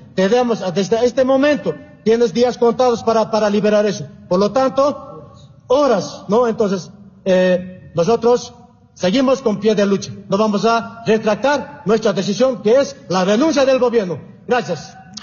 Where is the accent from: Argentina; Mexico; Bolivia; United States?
Bolivia; Nosotros somos pueblo boliviano también